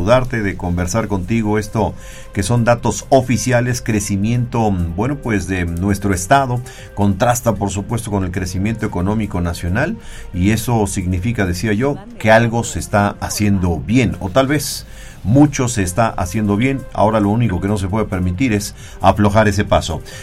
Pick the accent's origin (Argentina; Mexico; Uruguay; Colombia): Mexico; Puebla